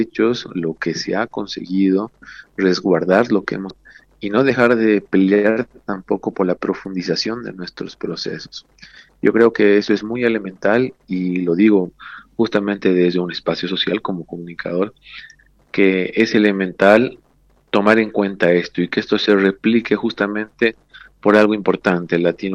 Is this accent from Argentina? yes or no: no; Bolivia